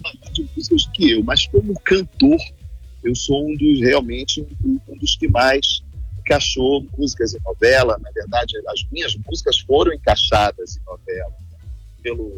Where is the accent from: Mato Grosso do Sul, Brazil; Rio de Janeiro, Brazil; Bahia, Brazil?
Rio de Janeiro, Brazil; Por sinal, eu estou aqui com ela em Salvador agora, eu sou do Rio